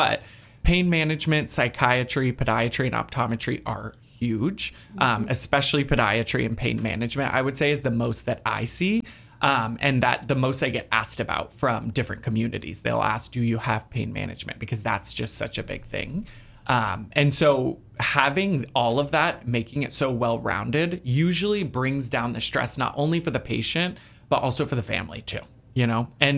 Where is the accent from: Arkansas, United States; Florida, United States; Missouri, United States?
Florida, United States; Tampa; So I am actually born and raised in the Tampa Bay area, so I've grown up here my whole life.